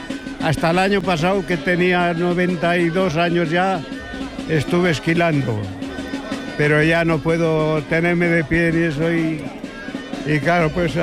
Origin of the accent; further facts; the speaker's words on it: Brieva de Cameros, La Rioja, Spain; also born or lived in Anguiano; now in Logroño, Spain; soy nacido en Anguiano, pero criado en Brieva. Y aquí hemos subido de Logroño